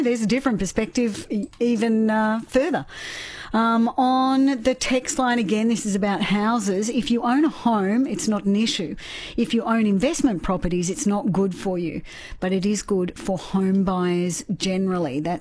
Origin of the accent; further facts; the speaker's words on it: Denny, Scotland, United Kingdom; I have lived in a lot of places, but I'm a Denny girl. I'm from Denny as well.